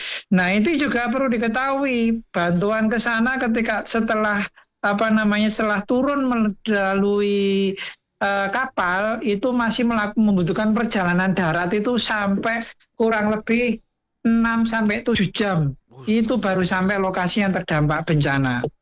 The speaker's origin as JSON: {"language": "Indonesian", "region": "East Java", "country": "Indonesia", "said": "kita sebagai warga Jawa Timur"}